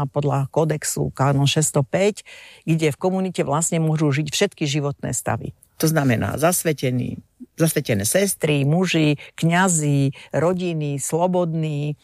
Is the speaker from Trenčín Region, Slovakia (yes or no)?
no; Piešťany, Trnava Region, Slovakia; Pochádzam z Piešťan, tam som sa narodila a tam som aj žila.